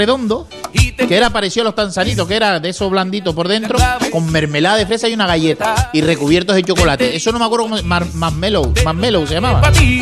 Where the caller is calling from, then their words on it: Tegueste, Canary Islands, Spain; Saludo a la familia rumbera. … de Tegueste, ….